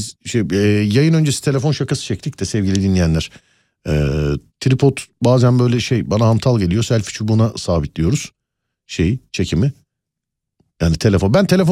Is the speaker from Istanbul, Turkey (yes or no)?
yes; Istanbul, Turkey; 42 yıllık İstanbulluyum. Nişantaşı, Bomonti, Cihangir'e hiç gitmedim.